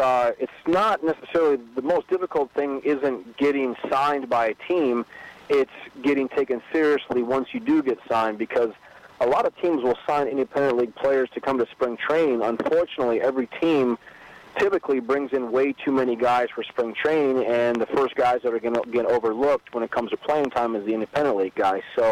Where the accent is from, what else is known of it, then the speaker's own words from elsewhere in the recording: Fargo, North Dakota, United States; initially I turned down the offer because I had played 4 years in my hometown in Fargo.